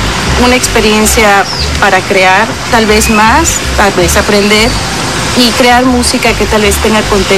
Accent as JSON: {"language": "Spanish", "region": "Yucatán", "country": "Mexico", "said": "¿Por qué no hablo maya? Siendo yo yucateca"}